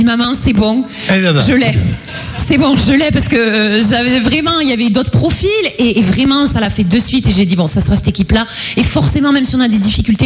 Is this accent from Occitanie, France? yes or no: yes; Fleurance, Occitanie, France; moi j'ai grandi à Florence, mais ma famille est originaire de Saint-Clair.